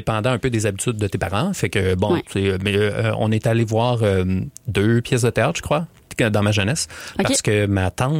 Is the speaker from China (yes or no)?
no; Quebec City, Quebec, Canada; j'ai-tu grandi dans un désert culturel? Je me suis vraiment posé cette question-là. Moi, je viens de la banlieue de Québec.